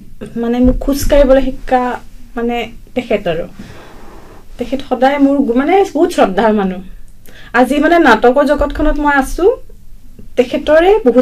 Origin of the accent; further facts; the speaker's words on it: Assam, India; আৰু মই অসমীয়া হিচাপে আৰু মই অসমীয়া ভাষাটোলৈ বহুত গৌৰৱ কৰোঁ